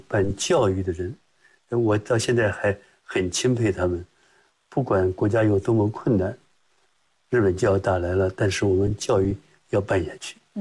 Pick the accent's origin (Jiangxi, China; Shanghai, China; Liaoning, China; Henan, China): Henan, China; Nanyang; moved away; 因为我们生在1938年，抗日战争。我为什么会生在南阳呢？就是逃日本。